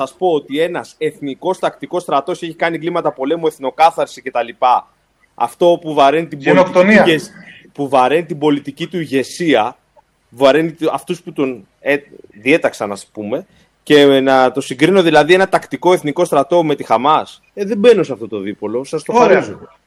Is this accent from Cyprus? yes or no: no; Greece; γιατί θυμίζω ότι είμαστε Έλληνες, παρά τις όποιες συμπάθειες μπορεί να έχει καθένας, είμαστε Έλληνες